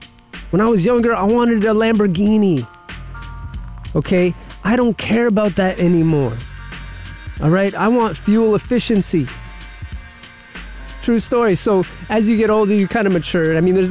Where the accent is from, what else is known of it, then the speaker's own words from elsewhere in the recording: California, United States; moved away as an adult; now in New York, United States; Took a 16-year trip to California. I'll put it that way. Went to elementary, middle school, high school out there. And made my way back to New York at the young age of 19 years old.